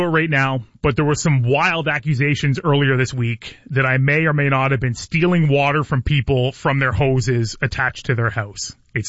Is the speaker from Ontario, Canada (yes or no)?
yes; Belle River, Ontario, Canada; which I used to listen to when I was a kid growing up in Pewson and Bell River.